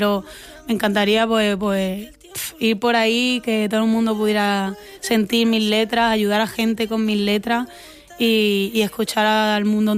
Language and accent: Spanish; Andalusia, Spain; por Andalucía, por Granada, por Málaga, por mi tierra